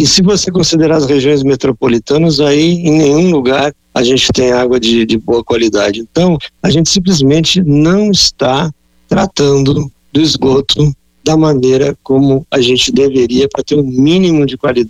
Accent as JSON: {"language": "Portuguese", "town": "Porto Alegre", "region": "Rio Grande do Sul", "country": "Brazil", "said": "os rios de Porto Alegre, que é uma cidade que conheço bem, eu sou de Porto Alegre originalmente"}